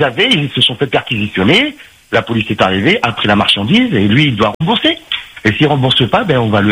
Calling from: Paris, Île-de-France, France; Bonjour, j'appelle de Paris.

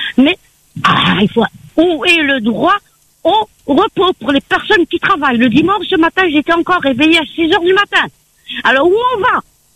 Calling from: Bras-Panon, Réunion; Moi, j'habite à Brapanon.

